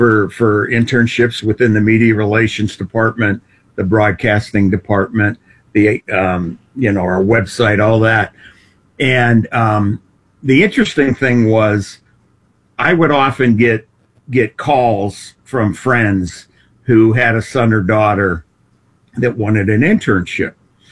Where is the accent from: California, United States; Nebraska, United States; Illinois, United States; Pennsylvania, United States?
Pennsylvania, United States; Pittsburgh; I grew up in the Pittsburgh area